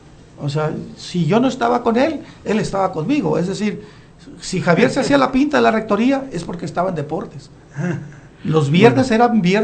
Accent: Santiago Ixcuintla, Nayarit, Mexico; somos paisanos, somos de Santiago.

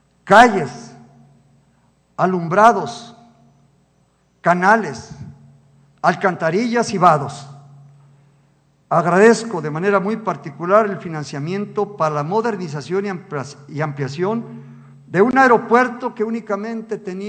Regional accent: Tepic, Nayarit, Mexico; para los que somos de Tepic

